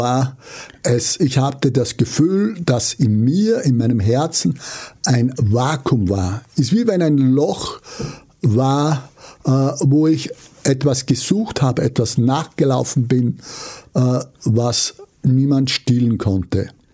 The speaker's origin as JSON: {"language": "German", "town": "Freistadt", "region": "Upper Austria", "country": "Austria", "tie": "born or raised there", "said": "Ich bin in Freistadt im Müllviertel, das ist 40 Kilometer nördlich von Linz, aufgewachsen auf einem Bauernhof und meine Eltern betrieben eine Landwirtschaft"}